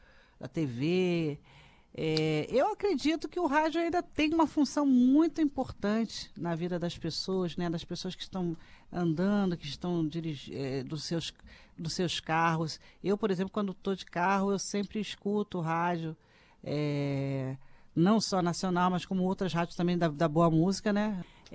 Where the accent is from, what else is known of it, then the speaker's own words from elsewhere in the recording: Belford Roxo, Rio de Janeiro, Brazil; born there; also born or lived in Campo Grande, Rio de Janeiro; Eu nasci em Belfor Roxo, mas passei uma boa parte da minha vida em Campo Grande também.